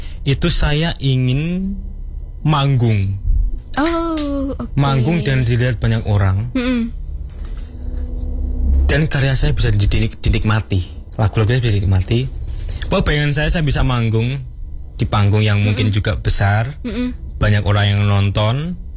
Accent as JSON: {"language": "Indonesian", "region": "Java", "country": "Indonesia", "said": "Padahal saya Jawa enggak ada marganya loh."}